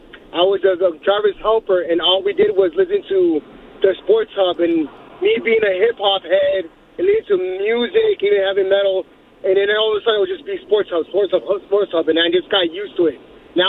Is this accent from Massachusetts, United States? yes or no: yes; Boston, Massachusetts, United States; Born and raised in Boston, but diehard Yankees fan because of my family.